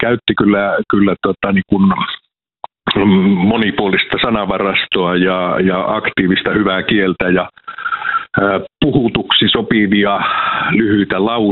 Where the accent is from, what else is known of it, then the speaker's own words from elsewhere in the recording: Savonia, Finland; mä oon semmoinen yleis-itäsuomalainen, eli mä oon savolainen